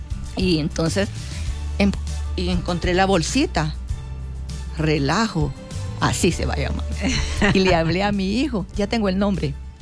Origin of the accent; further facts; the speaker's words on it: Chalchuapa, Santa Ana, El Salvador; born there; Yo nací en Chachuapa.